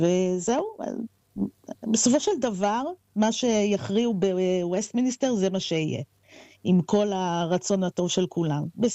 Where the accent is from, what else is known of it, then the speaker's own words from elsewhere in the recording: United Kingdom; now in Scotland, United Kingdom; אני כשלעצמי בריטית